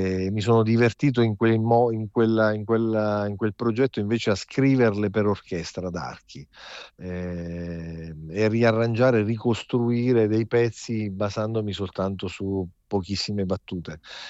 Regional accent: Marche, Italy; ho tradito la mia patria marchigiana

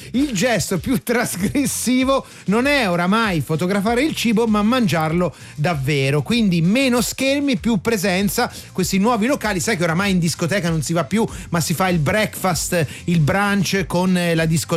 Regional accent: Pistoia, Tuscany, Italy; Io sono toscano, il cacciucco, e quindi ci sono nato, no? E cresciuto, anche se sono di Pistoia, ma lì siamo a Livorno.

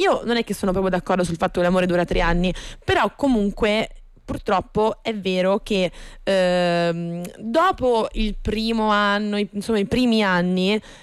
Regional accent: Apulia, Italy; Quando mi parli pugliese mi sento al mio paese.

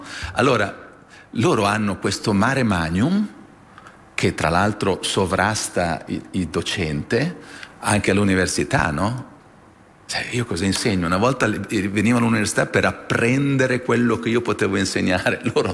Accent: Milan, Lombardy, Italy; io sono di Milano

